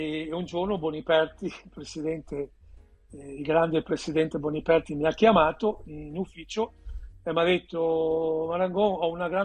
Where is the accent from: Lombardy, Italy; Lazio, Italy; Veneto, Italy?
Veneto, Italy; io da Veneto, all'epoca era appena, cioè sempre, io sono cresciuto a pane e terroni, diciamolo, da ragazzini nel nostro Veneto, nel nostro quartiere, nel nostro rione, c'era questa cosa.